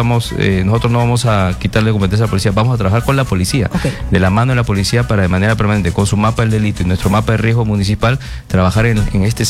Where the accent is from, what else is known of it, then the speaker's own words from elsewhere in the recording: Lima, Peru; siempre mi vida ha estado en Pueblo Libre. He vivido en Parque Santa María, después en la vía militar, y hoy vivo en Paso de los Andes